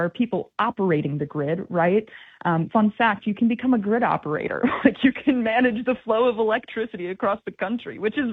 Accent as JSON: {"language": "English", "region": "Wisconsin", "country": "United States", "tie": "born or raised there", "lives_now": "Delaware, United States", "said": "Unfortunately, I grew up in Wisconsin. I live out in Delaware now"}